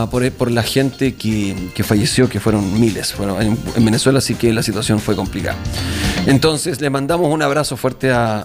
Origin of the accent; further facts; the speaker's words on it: Chile; nosotros como chilenos